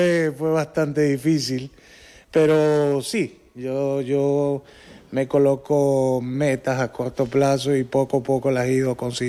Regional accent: Cagua, Aragua, Venezuela; now in Maside, Spain; soy del estado de Aragua, de Cagua. Un saludo a mi gente de Cagua.

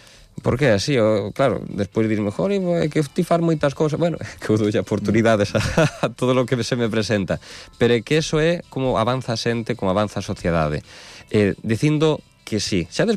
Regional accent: O Carballiño, Galicia, Spain; que sonou e que maravillou a xente en Ourense, sí, son de Carballiño.

